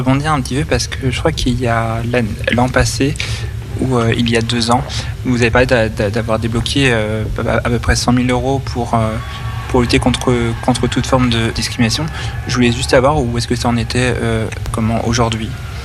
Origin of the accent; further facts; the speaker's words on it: Nantes, Pays de la Loire, France; now in Lyon, France; dans ma ville natale, sur Nantes